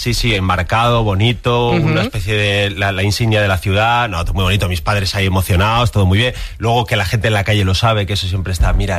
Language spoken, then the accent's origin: Spanish; León, Castile and León, Spain; mi grupo fuerte sigue siendo mis amigos de León, todos. Yeah. Entonces, claro, yo mis anécdotas, mi manera de hablar, mis cosas son todos de mis amigos de León.